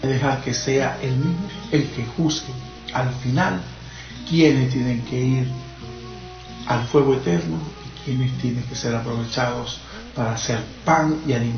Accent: Venezuela

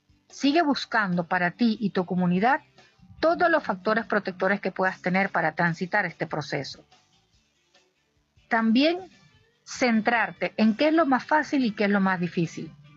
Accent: Venezuela; como colectividad venezolana, y hasta mundial, porque estamos en muchas partes del mundo

